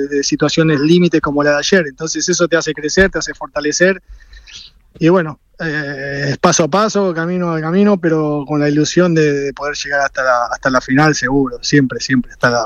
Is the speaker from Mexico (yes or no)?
no; Argentina; como argentinos a nosotros nos ilusiona muchísimo.